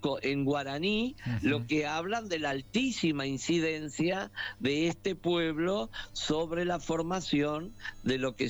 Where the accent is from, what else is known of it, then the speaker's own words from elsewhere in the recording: Uruguay; pero en mi país quedó la sangre, haciendo referencia a la alta incidencia de herencia de sangre indígena misionera que todavía existe entre nosotros.